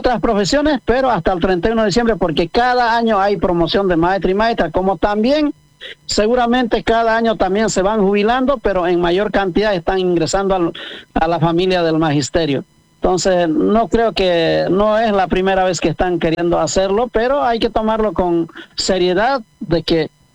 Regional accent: Potosí, Bolivia; Yo nací en el departamento de Potosí.

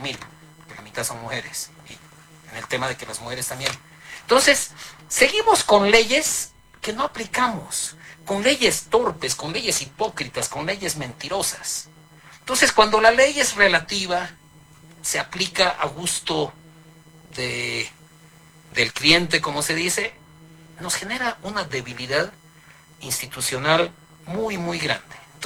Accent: Bolivia

